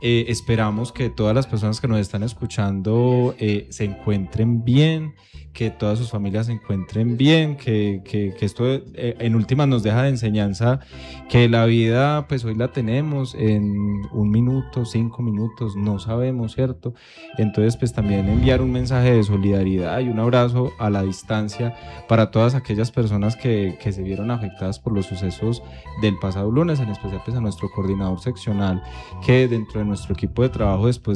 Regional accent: Manizales, Caldas, Colombia; Que somos de Manizales, pues todas nuestras familias se encuentran allá.

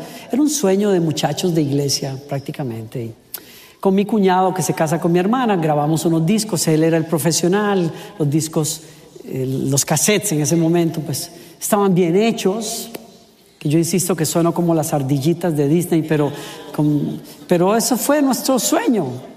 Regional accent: Costa Rica; moved away; Yo era director de alabanza en mi país.

